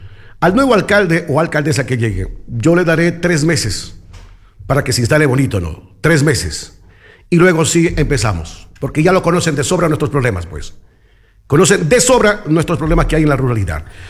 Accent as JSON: {"language": "Spanish", "town": "Chuquiribamba", "region": "Loja", "country": "Ecuador", "said": "mi parroquia Chucuribam. Yo a mi pueblo la defiendo"}